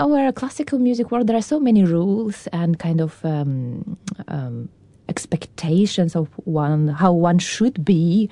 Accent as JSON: {"language": "English", "region": "Ural", "country": "Russia", "tie": "born or raised there", "also_born_or_lived": "Moscow", "moved": "as an adult", "lives_now": "Europe", "said": "I grew up in Ural."}